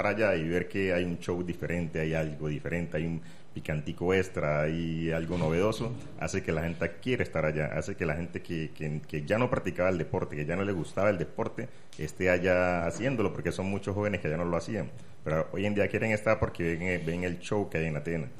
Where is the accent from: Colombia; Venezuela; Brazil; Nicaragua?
Colombia; Buenaventura, Valle del Cauca; Es el amor por mi tierra, la verdad. Un día me dije, Buenaventura está pasando por cosas difíciles, y si no sale un hijo de Buenaventura a dar la cara, ¿quién lo va a hacer?